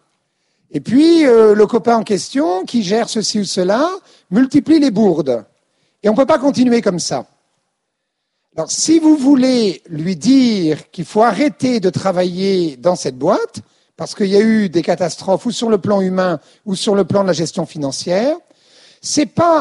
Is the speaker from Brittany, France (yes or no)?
yes; Quimper, Brittany, France; born there; moi j'étais en Bretagne quand j'étais enfant, donc à Quimper, Finistère